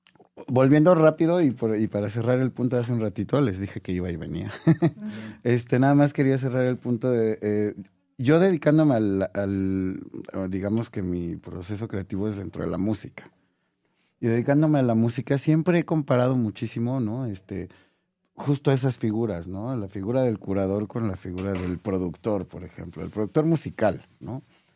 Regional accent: Mexico

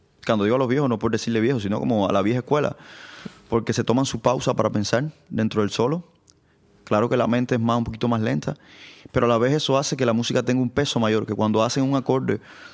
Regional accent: Santiago de Cuba, Cuba; moved away; yo vengo de Santiago de Cuba, donde hay mucha tradición, donde yo respiraba, yo pasaba por la Casa de la Trova y oía a … o sea, eso era como parte ya de mi cultura

